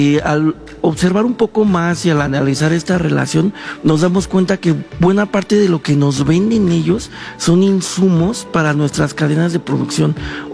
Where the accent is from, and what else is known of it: Mexico